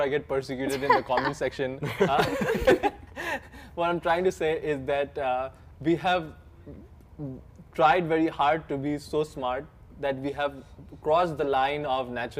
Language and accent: English; India; I'm Indian, so forgive my accent.